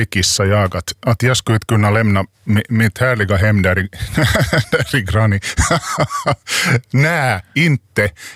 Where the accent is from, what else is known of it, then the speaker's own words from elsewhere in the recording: Finland; Som finlandssvensk så jag visste nog det